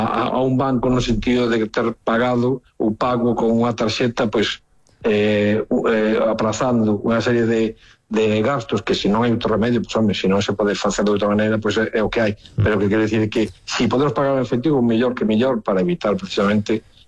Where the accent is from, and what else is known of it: Lugo, Galicia, Spain